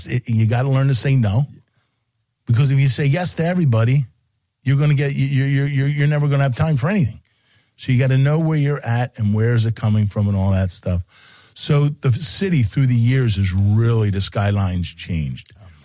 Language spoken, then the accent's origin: English; Philadelphia, Pennsylvania, United States; I say, I'm from Philly, the state of Philly.